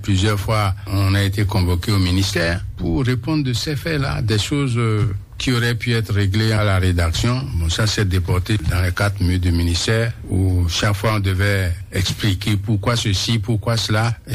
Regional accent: Benin

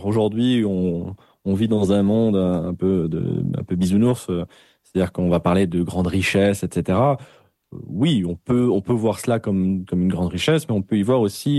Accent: Belgium; Moi, je suis belge parce que mes deux parents sont belges.

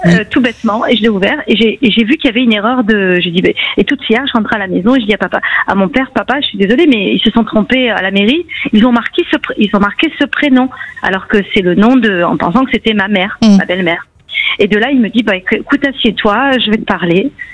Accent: Versailles, Île-de-France, France; born there; Je suis née à Versailles.

